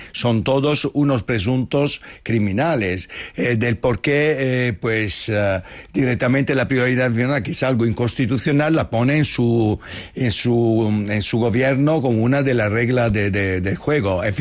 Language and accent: Spanish; Italy; Spanish is a second language; A mí como italiano es que me da una vergüenza.